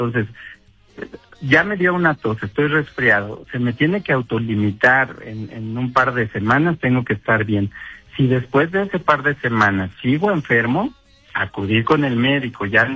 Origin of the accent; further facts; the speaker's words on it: Tenango del Valle, State of Mexico, Mexico; el bello municipio de Tenango del Valle, de donde soy originario.